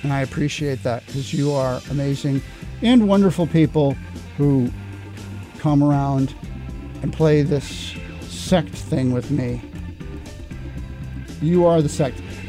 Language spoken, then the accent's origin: English; Glastonbury, Connecticut, United States; moved away; my hometown, which used to be this sort of, you know, pinky out, very staid, very quiet, under the radar, but somewhat overt and covert at the same time, racism and anti-Semitism, and very waspy